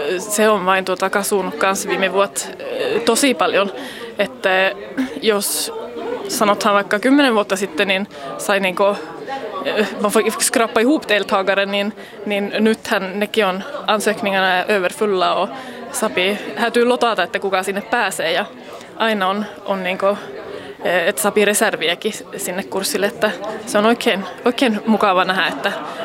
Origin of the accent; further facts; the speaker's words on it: Matarengi, Norrbotten County, Sweden; moved away as an adult; miehän olen Mataringista, Övertorneosta kotoisin ja ollut vähän muualla monta vuotta, mutta nyt sitten pari vuotta taaksepäin, niin minä muutin taas takaisin Mataringiin.